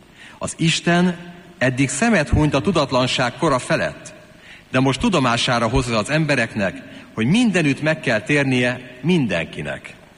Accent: Hungary; én egy római katolikus magyar férfi vagyok.

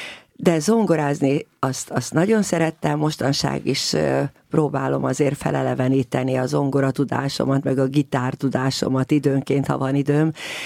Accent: Budapest, Hungary; annak idején a 18. kerületben nevelkedtem.

